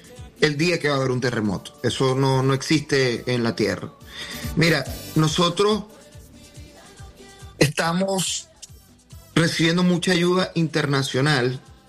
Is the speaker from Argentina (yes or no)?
no; Venezuela